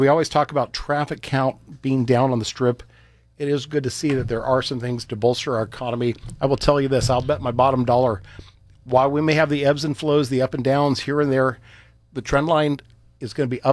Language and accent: English; Oregon, United States; Roy and I grew up in Southern Oregon.